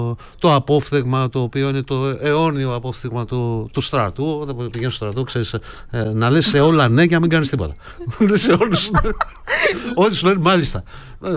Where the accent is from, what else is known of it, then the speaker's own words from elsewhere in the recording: Arta, Epirus, Greece; Εγώ είμαι από την Άρτα.